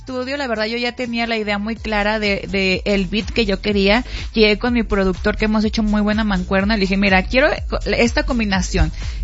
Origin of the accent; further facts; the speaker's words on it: Mexico; Yo soy así, regional mexicano forever, soy mexicana